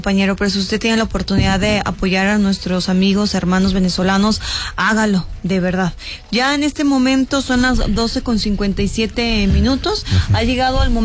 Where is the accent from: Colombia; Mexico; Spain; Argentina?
Mexico; dentro de nuestra comunidad como mexicanos